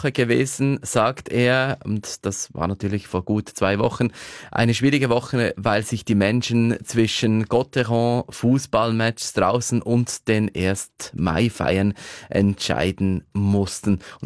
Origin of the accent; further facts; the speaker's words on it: Fribourg, Switzerland; da wird's mir ganz warm ums Herz und im Körper als Freiburger natürlich.